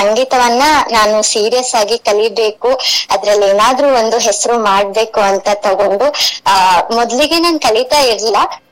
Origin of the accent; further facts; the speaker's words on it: Koppa, Karnataka, India; now in Bengaluru, India; ಮೂಲತಃ ನಾನು ಚಿಕ್ಕಮಗಳೂರಿನ ಕೊಪ್ಪ ತಾಲೂಕಿನವರು. ಪ್ರಸ್ತುತ ನಾನು ಬೆಂಗಳೂರಿನಲ್ಲಿ ಕೆಲಸ ಮಾಡ್ತಾ ಇದ್ದೀನಿ.